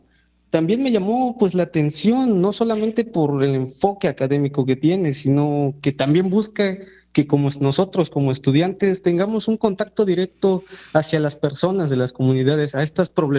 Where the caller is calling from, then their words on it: Espinal, Veracruz, Mexico; Me encuentro desde Espinal.